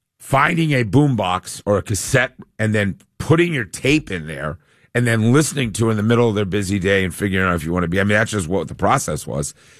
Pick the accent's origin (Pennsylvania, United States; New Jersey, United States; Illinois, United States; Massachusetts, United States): Massachusetts, United States; Boston; born or raised there; moved away as an adult